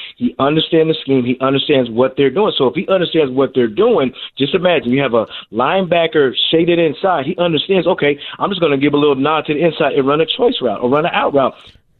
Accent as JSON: {"language": "English", "town": "Denver", "region": "Colorado", "country": "United States", "tie": "born or raised there", "said": "And the funny thing about it is I'm from Denver, Colorado, grew up watching John Elway."}